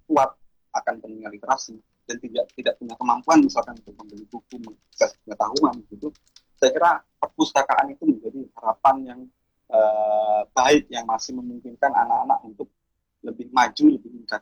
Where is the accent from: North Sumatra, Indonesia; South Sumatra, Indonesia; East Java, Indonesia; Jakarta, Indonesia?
East Java, Indonesia; Jember; moved away; saya dari Jember ya, saya asalnya dari Jember, itu ya perpustakaan tidak ada di kecamatan saya